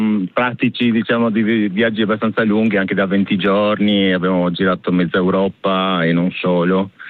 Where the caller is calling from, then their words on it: Monfalcone, Friuli-Venezia Giulia, Italy; Sono di Monfalcone.